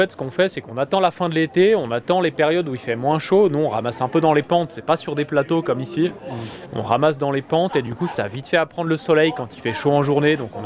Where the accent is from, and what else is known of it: Auvergne-Rhône-Alpes, France